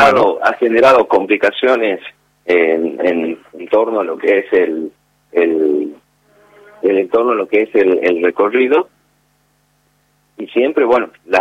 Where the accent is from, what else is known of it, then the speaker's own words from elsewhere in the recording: Metán, Salta, Argentina; somos de Metán, no pagamos.